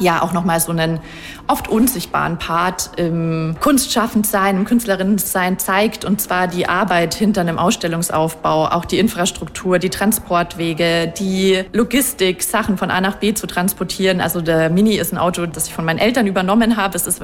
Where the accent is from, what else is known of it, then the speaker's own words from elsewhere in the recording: Ingolstadt, Bavaria, Germany; born there; moved away; ich bin in Ingolstadt geboren